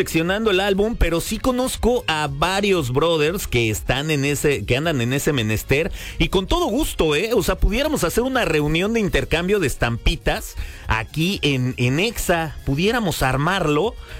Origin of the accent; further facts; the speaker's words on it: Mexico City, Mexico; born there; yo nací en la Ciudad de México